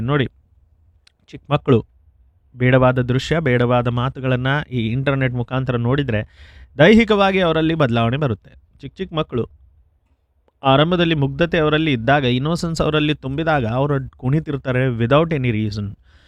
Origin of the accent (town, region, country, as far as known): Kakati, Karnataka, India; born there